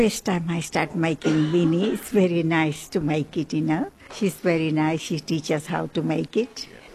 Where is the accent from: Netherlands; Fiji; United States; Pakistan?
Fiji; Lautoka, Western Division; born there; moved away; born in La Tolka.